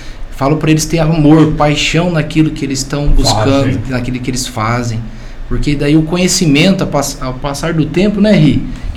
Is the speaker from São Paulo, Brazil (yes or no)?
no; Andirá, Paraná, Brazil; born there; Nasci aqui em Andirá